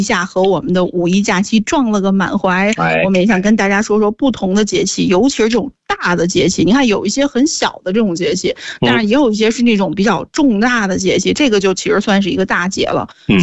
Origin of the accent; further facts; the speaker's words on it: Beijing, China; 我就因为小的时候是在南园那附近长大的，就现在南园机场那附近，就最开始父亲是在那边工作